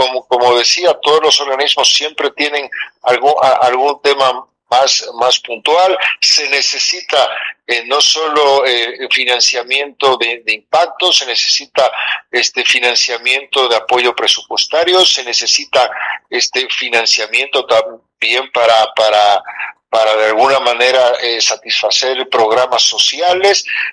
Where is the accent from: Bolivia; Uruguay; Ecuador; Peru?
Bolivia; tenemos un potencial inimaginable como Bolivia, como país, como bolivianos